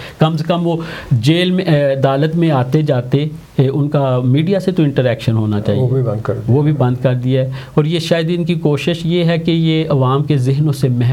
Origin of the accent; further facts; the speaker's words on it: Pakistan; میں نے کہا یار ہمارے لیے انڈین اور پاکستانی امبیسی میں کیا فرق رہ گیا, وہ بھی ہم تو پاکستانی ہیں نا اپنی امبیسی کو